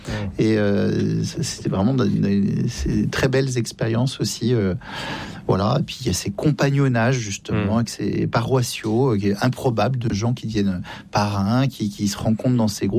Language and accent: French; France; Et puis quand on est français, que voulez-vous, on se refait pas.